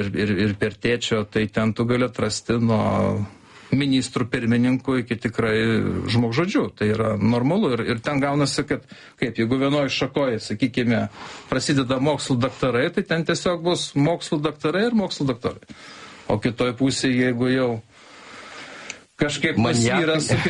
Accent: Anykščiai, Utena County, Lithuania; moved away; aš kilęs iš Anykščių

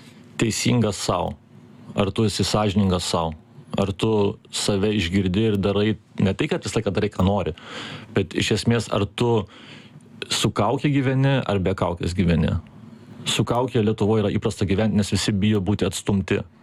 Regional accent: Germany; aš Vokietijoje augau, tai aš kitoje sistemoje augau, bet ir krepšinį kitoje sistemoje augau

